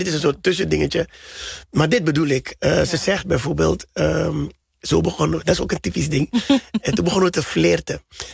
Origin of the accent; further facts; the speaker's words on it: Suriname; moved away; ik ben in Suriname opgegroeid.